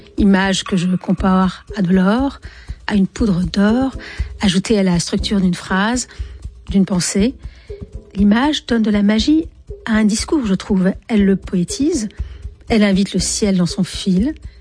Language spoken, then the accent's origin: French; Algiers, Algiers Province, Algeria; je sais qu'à chaque fois on me raccorde à l'Algérie parce que j'ai grandi à Alger, qui était un pays très viril, masculin.